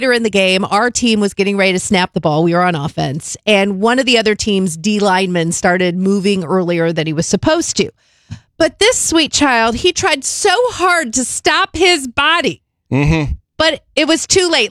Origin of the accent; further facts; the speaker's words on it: Arizona, United States; now in Nashville, United States; Originally, I'm from Arizona, and it's only taken like 5 years. That's how long we've been in Nashville.